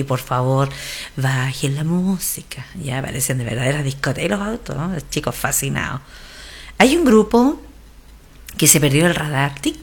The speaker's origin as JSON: {"language": "Spanish", "country": "Chile"}